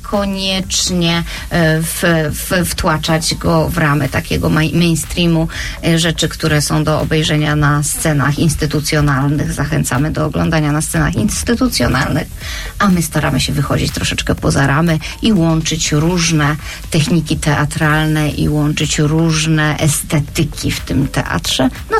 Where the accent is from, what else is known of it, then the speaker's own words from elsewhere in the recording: Silesian Voivodeship, Poland; Także jesteśmy po prostu ze Śląska